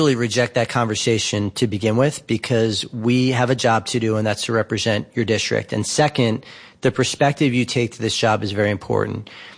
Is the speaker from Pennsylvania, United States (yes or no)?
yes; Pennsylvania, United States; I come from Pennsylvania's first district. It's Bucks and Montgomery counties in Pennsylvania.